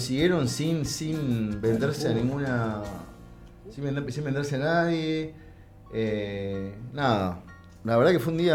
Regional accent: La Plata, Buenos Aires Province, Argentina; somos dos platenses que andamos por muchos lados

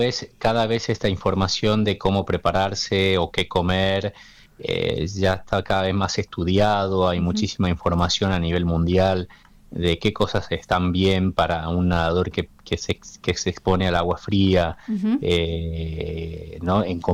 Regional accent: Tucumán, Argentina; es como decir Tucumán, yo que soy tucumano, ¿en dónde nadás en aguas frías en Tucumán?

